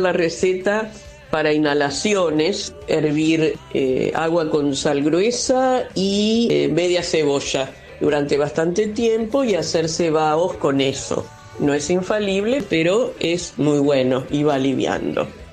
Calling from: Buenos Aires, Argentina; de Capital.

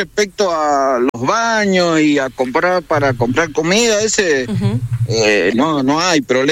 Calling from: Mendoza, Argentina

